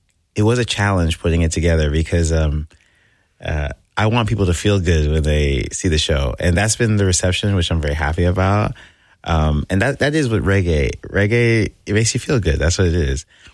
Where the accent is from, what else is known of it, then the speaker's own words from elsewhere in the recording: Scarborough, Ontario, Canada; like back where I'm from in Scarborough. I grew up in Scarborough, and there's a big Jamaican and black population there.